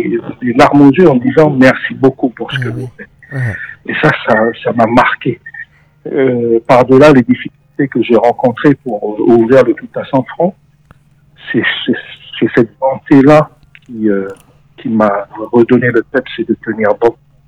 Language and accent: French; New Caledonia; born there; je suis calédonien de naissance, mais ayant voyagé un peu partout, à Tahiti, etc.